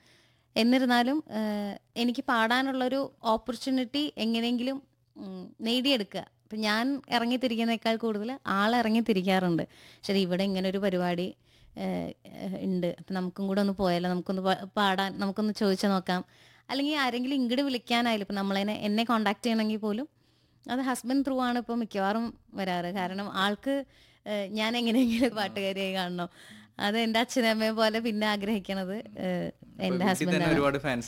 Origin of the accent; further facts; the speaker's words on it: Malappuram, Kerala, India; ഞങ്ങൾ ശരിക്കും മലപ്പുറം ആണ് കേട്ടോ, ഞങ്ങളവിടെ അച്ഛന് ശാന്തിയായിട്ട് വന്ന് താമസിക്കുന്നവരായിരുന്നു. അപ്പൊ എന്താ, പക്ഷെ ഞാൻ വളർന്നത് അവിടെ ആയതുകൊണ്ട്